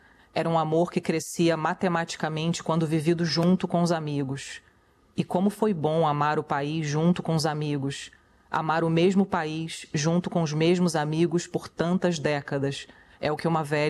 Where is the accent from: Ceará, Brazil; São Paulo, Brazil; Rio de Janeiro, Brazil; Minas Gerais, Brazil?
Rio de Janeiro, Brazil; Petrópolis; born there; eu nasci em Petrópolis, uma cidade que teve um papel, uma figura muito sinistra na época da ditadura